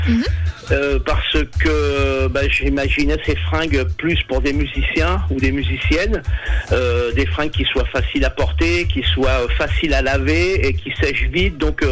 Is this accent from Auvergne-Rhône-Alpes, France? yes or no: no; Étampes, Île-de-France, France; dans mon bled à Étampes, en banlieue de Paris